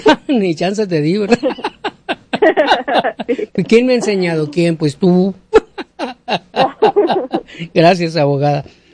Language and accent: Spanish; Mexico; ilegal en el 2001. He salido del país. Tengo dos hijas, 21 y 24 años. ¿Me pueden pedir o puedo pedir asilo? Soy de México.